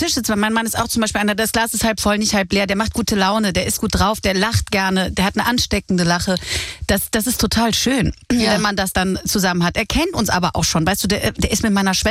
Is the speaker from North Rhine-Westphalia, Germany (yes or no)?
yes; Cologne, North Rhine-Westphalia, Germany; Wir sind in der gleichen Stadt, wir sind alle in Köln im gleichen Dorf groß geworden.